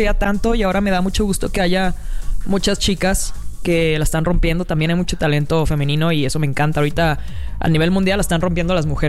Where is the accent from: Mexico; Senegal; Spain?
Mexico; Sinaloa; yo soy de Sinaloa